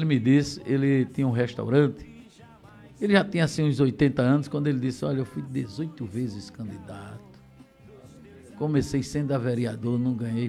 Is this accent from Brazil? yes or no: yes; Santa Rita, Brazil; now in Lerolândia, Brazil; Mas sou de Santa Rita, moro em Lerolândia.